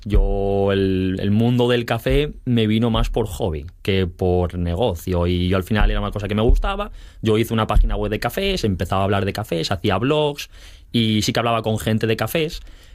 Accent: Alicante, Valencian Community, Spain; moved away as an adult; now in Asturias, Spain; yo soy de Alicante y tampoco conocía muchas palabras asturianas, pero bueno, llevo veraneando en Asturias mucho tiempo.

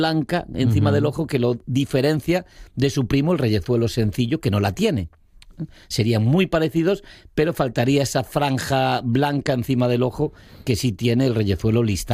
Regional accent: Noia, Galicia, Spain; born or raised there

